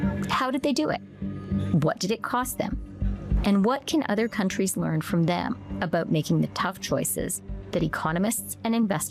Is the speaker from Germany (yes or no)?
no; Canada; my home country of Canada, where I served as finance minister during and after COVID.